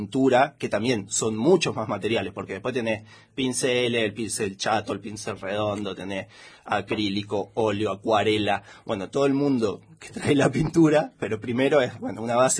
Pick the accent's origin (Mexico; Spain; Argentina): Argentina; Santa Rosa, La Pampa; born there; moved away; yo nací en La Pampa, en Santa Rosa.